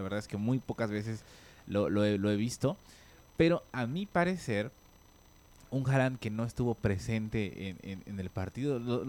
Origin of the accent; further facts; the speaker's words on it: Mexico; somos los mexicanos